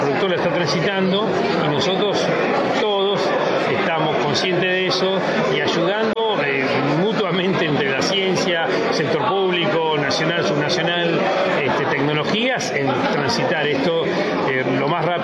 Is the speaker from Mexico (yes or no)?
no; Argentina